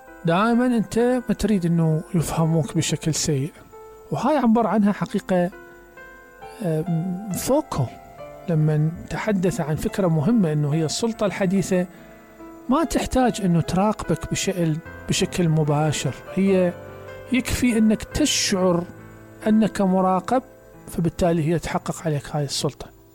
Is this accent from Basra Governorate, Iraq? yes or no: yes; Basra, Basra Governorate, Iraq; احنا عندنا بالبصرة